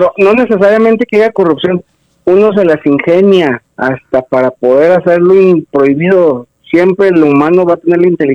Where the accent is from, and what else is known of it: Mexico